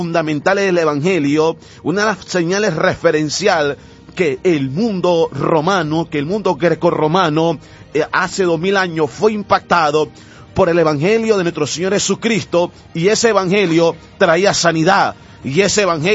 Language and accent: Spanish; Nicaragua